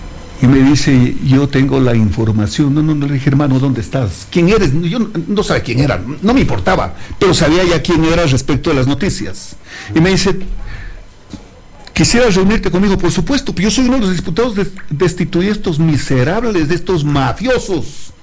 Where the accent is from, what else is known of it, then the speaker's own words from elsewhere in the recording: Loja, Ecuador; Porque yo soy, pues, te me comprende. De Tierra Caliente, la frontera de mi provincia es Zapotillo, Macará, claro. Mangaburco.